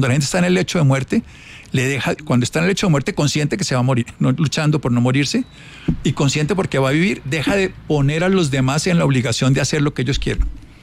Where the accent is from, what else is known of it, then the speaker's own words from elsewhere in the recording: Armero, Tolima, Colombia; Yo soy de Armero, Tolima.